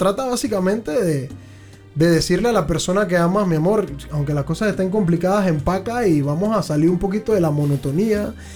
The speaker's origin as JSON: {"language": "Spanish", "town": "Panama City", "region": "Panamá", "country": "Panama", "tie": "born or raised there", "also_born_or_lived": "Bocas del Toro", "moved": "yes", "said": "Yo soy oriundo y originario del barrio de Casco. Soy de San Felipe, calle Octava."}